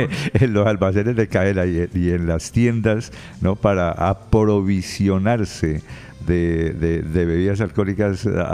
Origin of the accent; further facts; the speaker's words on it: Colombia